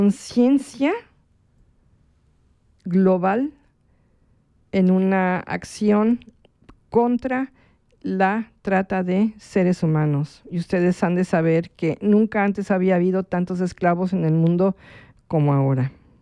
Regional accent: Mexico; now in Switzerland; yo soy mexicana

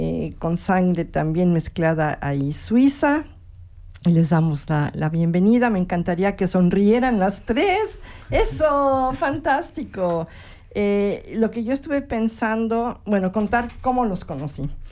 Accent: Mexico; accent: Mexicanized Spanish; Pero yo hablo un español mexicanizado.

